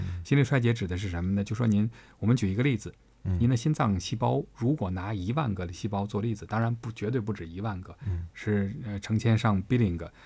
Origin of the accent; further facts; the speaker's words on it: China; 我们中国人